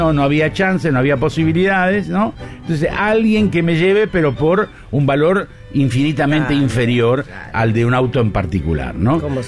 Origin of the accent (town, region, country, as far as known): Argentina